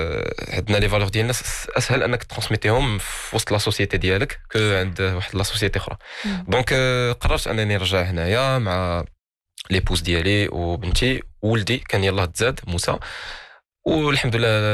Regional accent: Canada; also born or lived in Casablanca, Morocco; now in Morocco; كنت عايش في كندا، كبرت تما، entre autres كبرت شويه في كازا شويه في كندا، ودخلت استقريت في المغرب. هذه واحد ربع سنين.

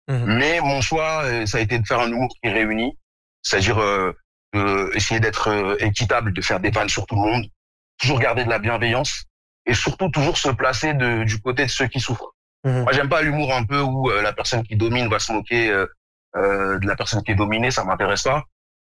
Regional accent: Morocco; quand je dis aux gens que je suis marocain, ils me croient pas, ils pensent que je mens. Ils sont là en mode, t'es vraiment marocain, t'es vraiment, parle en arabe.

